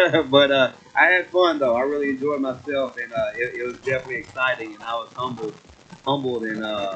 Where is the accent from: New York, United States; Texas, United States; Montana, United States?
Texas, United States; Kilgore; So I live in Kilgore. I'm from Kilgore.